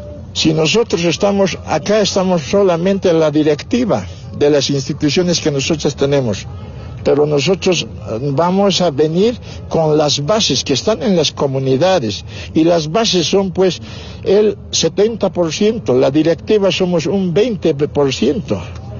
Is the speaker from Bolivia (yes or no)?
yes; Bolivia; Nosotros somos pues bolivianos, todos debemos respetar la constitución política del Estado.